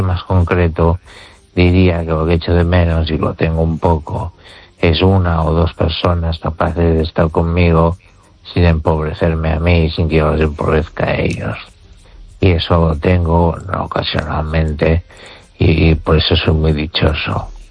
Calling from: Valencia, Valencian Community, Spain; desde Valencia

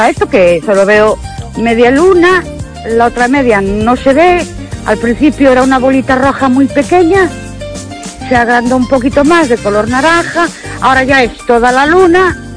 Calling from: Ourense, Galicia, Spain; Buenas noches. … de Ourense.

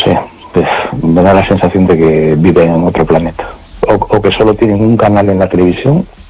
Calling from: A Coruña, Galicia, Spain; Hola, buenas noches … de Coruña.

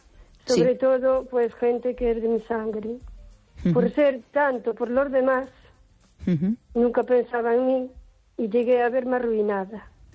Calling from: O Carballiño, Galicia, Spain; de Carballiño.

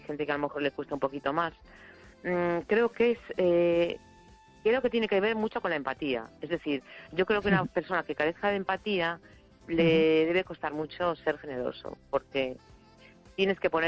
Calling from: A Coruña, Galicia, Spain; de La Coruña.

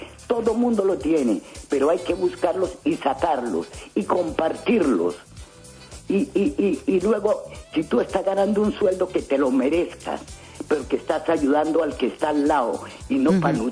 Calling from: Spain; Hablo de España, donde vivo

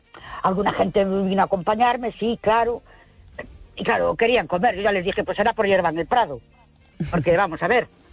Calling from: Ourense, Galicia, Spain; Buenas noches. … de Orense.

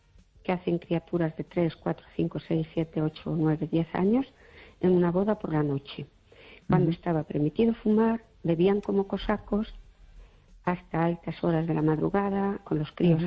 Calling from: Fene, Galicia, Spain

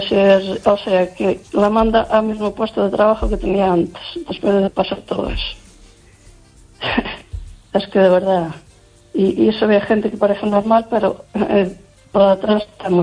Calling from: Lugo, Galicia, Spain

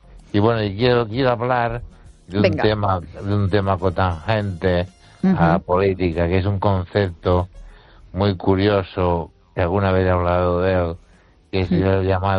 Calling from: Ourense, Galicia, Spain; de Orense.

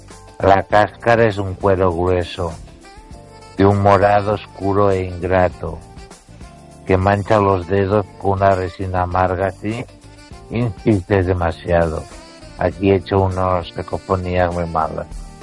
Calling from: Ourense, Galicia, Spain; La verdad es que … de Orense.

